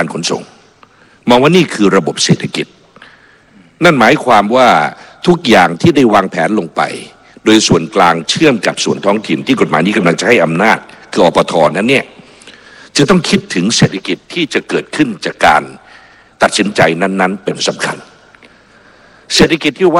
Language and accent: Thai; Bangkok, Thailand; กระผมเป็นชาวกรุงเทพมหานครโดยกำเนิด